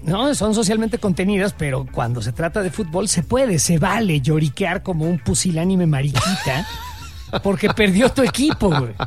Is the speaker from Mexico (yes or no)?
yes; Mexico; Somos mexicanos y vamos como mexicanos a una cuestión que es, y no nos hagamos güey, es una sublimación de la guerra.